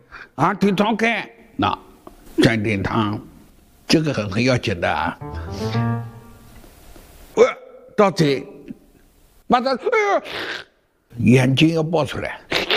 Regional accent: Huzhou, Zhejiang, China; 我们湖州的土话

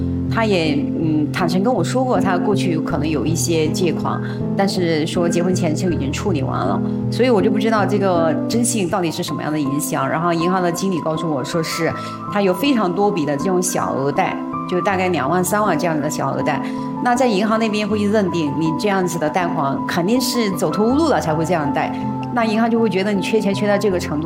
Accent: Hunan, China; now in Shenzhen, China; ，我今年43岁，我是来自湖南，现居深圳

